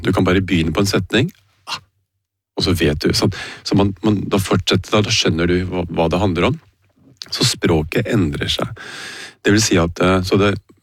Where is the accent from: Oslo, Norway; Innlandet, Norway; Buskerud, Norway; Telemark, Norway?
Oslo, Norway; Jeg kom fra Bolteløkka, fineste plassen på jord.